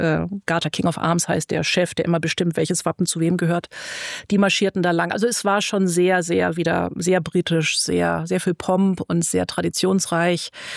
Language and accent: German; Germany